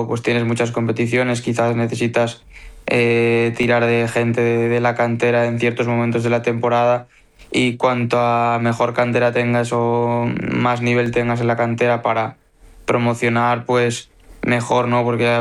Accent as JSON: {"language": "Spanish", "town": "Pamplona", "region": "Navarre", "country": "Spain", "lives_now": "Pontevedra, Spain", "said": "No, en Galicia y en Pamplona de donde vengo, pues el clima es un poco más fresquillo"}